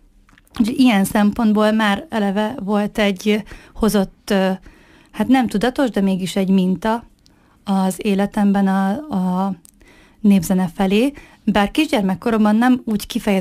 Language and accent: Hungarian; Egyházasgerge, Nógrád, Hungary; Egy nógrádi kis faluból származom, Karancsvölgyében helyezkedik el Egyházasgerge